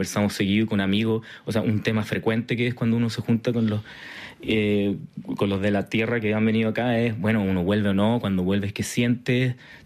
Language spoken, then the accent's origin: Spanish; Chile; moved away as an adult; also born or lived in Germany; now in Paris, France; yo salí de Chile, en mi caso, por estudios de posgrado en Alemania, y ahora acá en París sigo con mi vida científica